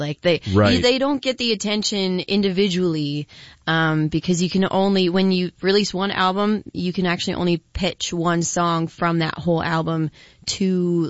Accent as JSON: {"language": "English", "town": "Windsor", "region": "Ontario", "country": "Canada", "said": "A lot of times, like they'll be like, where are you from in Canada? I said, right next to Detroit."}